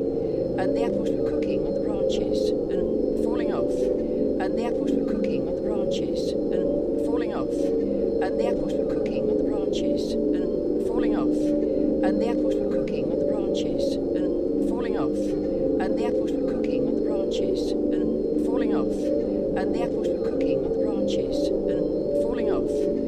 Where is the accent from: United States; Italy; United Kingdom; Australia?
United Kingdom; South East England; also born or lived in London; Moved into Kent when I was six, just as Hitler was coming to power. Just as Hitler was coming to power.